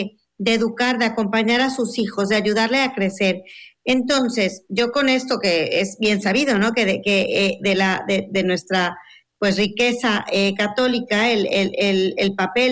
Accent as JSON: {"language": "Spanish", "region": "Mexico City", "country": "Mexico", "tie": "born or raised there", "moved": "yes", "lives_now": "Spain", "said": "soy mexicana y vecina de la Basílica de Guadalupe. Yo nací y crecí en un barrio muy, muy cerquita de la Basílica de Guadalupe. Mi abuela era de esa zona, de la villa"}